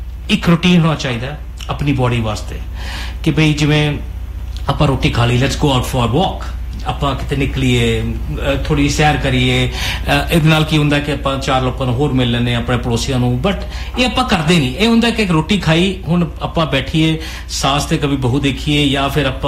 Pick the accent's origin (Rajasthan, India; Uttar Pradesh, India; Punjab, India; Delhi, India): Delhi, India; moved away as an adult; ਮੈਂ ਦਿੱਲੀ ਤੋਂ ਆਇਆ ਪੈਸੇ ਮੇਰੇ ਕੋਲ ਵੀ ਨਹੀਂ ਸੀ. ਮੈਂ ਵੀ ਇੱਕ ਸਟੂਡੈਂਟ ਆਇਆ ਸਿਰਫ ਪੁਆਇੰਟ ਸਿਸਟਮ ਤੇ ਇੱਥੇ ਆਇਆ.